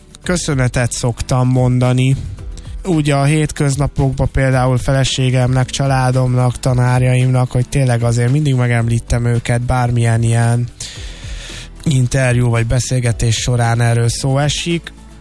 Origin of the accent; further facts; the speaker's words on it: Hungary; now in Budapest, Hungary; Tényleg én mondhatom azt, hogy Pestre egy úgymond vidékiként érkeztem, és azért azt tudni kell, hogy ez egy ilyen íratlan szabály, hogy azért vidéken nem olyan magas a zenei képzés, mint Budapesten